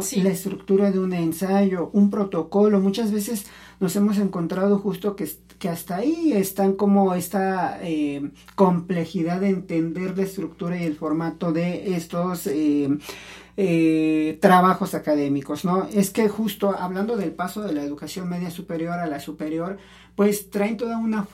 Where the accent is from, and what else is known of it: Mexico; first language Spanish